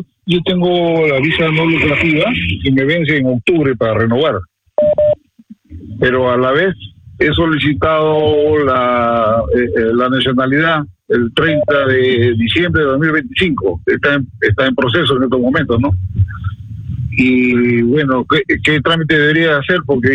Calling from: Madrid, Community of Madrid, Spain; Buenos días … soy de Madrid.

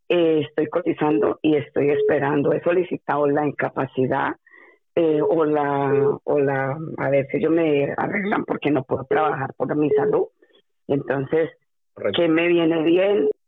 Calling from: Madrid, Community of Madrid, Spain; estoy en Plaza Elíptica.

